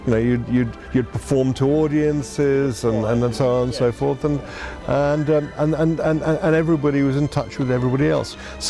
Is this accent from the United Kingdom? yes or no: yes; United Kingdom; I'm British and we are pedantic.